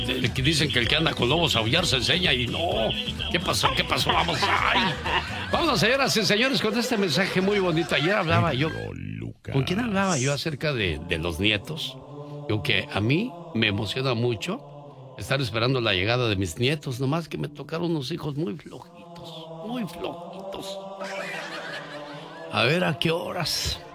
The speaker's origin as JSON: {"language": "Spanish", "town": "Tijuana", "region": "Baja California", "country": "Mexico", "moved": "yes"}